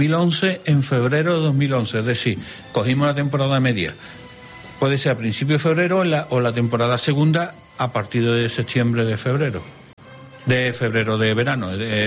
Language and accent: Spanish; San Juan de Aznalfarache, Andalusia, Spain; en San Juan de Farache, en mi pueblo. Siempre hemos dicho que es la villa San Juan de Farache, separada de Sevilla, la ciudad, por un puente que cruza el río Guadalquivir. Estamos al lado, es una ciudad dormitorio, pero tenemos nuestra propia identidad.